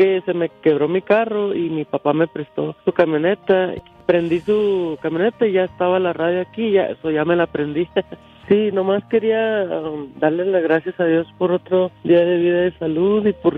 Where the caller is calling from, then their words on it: Albuquerque, New Mexico, United States; soy de aquí de Albuquerque, Nuevo México.